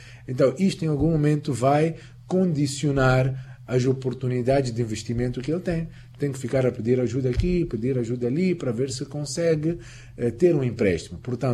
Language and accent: Portuguese; Mozambique; Não só como muçulmanos, mas também como moçambicanos.